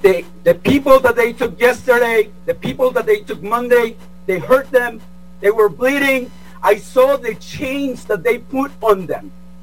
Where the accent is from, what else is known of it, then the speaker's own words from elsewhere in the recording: Mexico; now in Denver, United States; I'm also heartbroken. I'm an immigrant from Mexico. I come from a mixed family status.